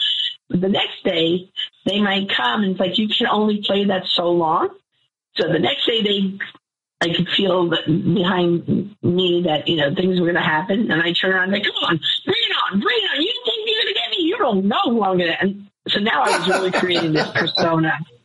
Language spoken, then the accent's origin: English; New York City, New York, United States; now in Jacksonville, Florida, United States; I grew up in New York City, Bronx, New York. I grew up, you know, the divorced mom, single mom raised me.